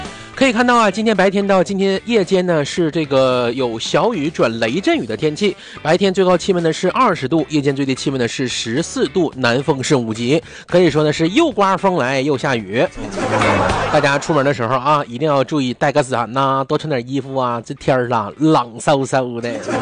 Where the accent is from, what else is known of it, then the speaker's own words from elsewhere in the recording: Northeast China, China; 咱们东北人呢自己的足球盛宴终于要开始准备开踢了啊